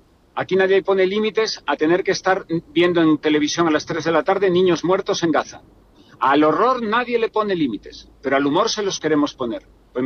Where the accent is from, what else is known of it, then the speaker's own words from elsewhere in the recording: Galicia, Spain; el reflejo en el mar, en mi tierra, además en Galicia.